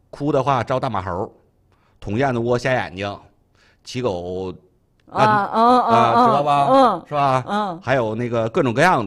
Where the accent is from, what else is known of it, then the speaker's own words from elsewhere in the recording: Northeast China, China; 咱们东北